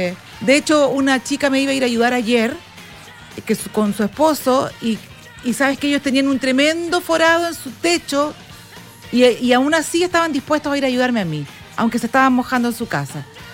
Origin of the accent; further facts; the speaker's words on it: Iquique, Tarapacá, Chile; somos iquiqueños, somos dragones